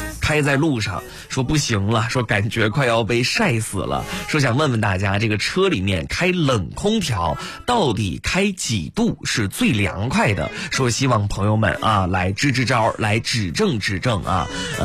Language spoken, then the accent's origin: Chinese; Xuzhou, Jiangsu, China; 咱们徐州人